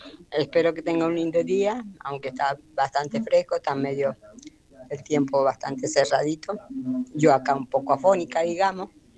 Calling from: Fray Luis Beltrán, Argentina; participo en los premios con el 809 y … de Fray Luis Beltrán.

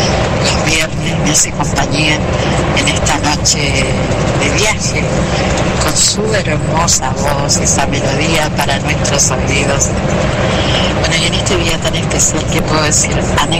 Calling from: San Luis, Argentina; de San Luis

